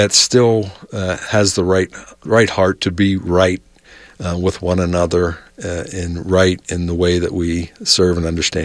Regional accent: Ohio, United States; moved away as an adult; now in Salt Lake City, United States; Where I grew up in Ohio

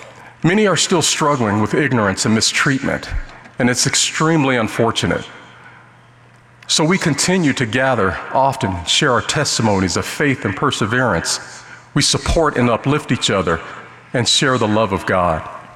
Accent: Las Vegas, Nevada, United States; born or raised there

